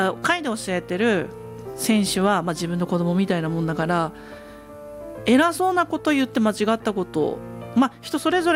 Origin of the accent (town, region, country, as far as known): Tsugaru, Aomori, Japan; born or raised there